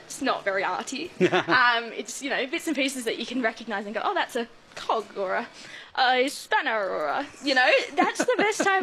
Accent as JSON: {"language": "English", "town": "Northam", "region": "Western Australia", "country": "Australia", "tie": "born or raised there", "moved": "as an adult", "lives_now": "Beverley, Australia", "said": "I grew up in Northam, so again, wheat belt"}